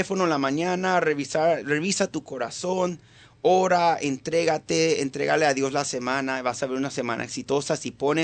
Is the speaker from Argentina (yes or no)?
no; Venezuela; Yo como venezolano